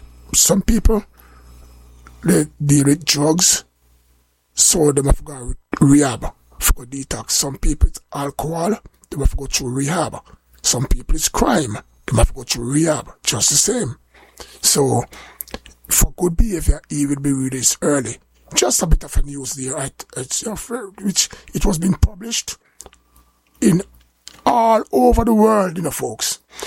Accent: Jamaica; If you don't like me as a Jamaican, just because I'm a Jamaican

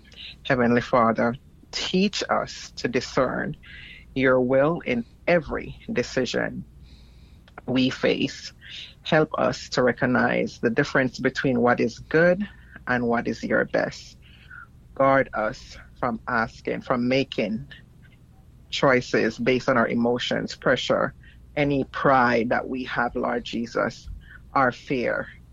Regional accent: Ocho Rios, Saint Ann, Jamaica; I'm from Ocheres.

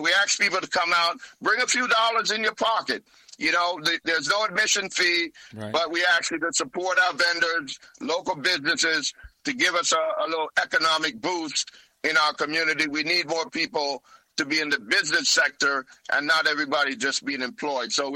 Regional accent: Jamaica; As Jamaican

